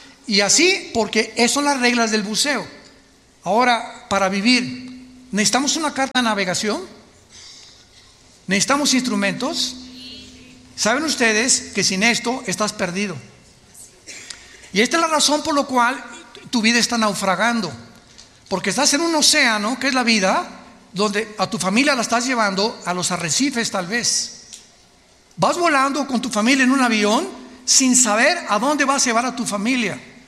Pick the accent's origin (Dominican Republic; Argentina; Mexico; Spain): Mexico; Acapulco, Guerrero; fui criado en Acapulco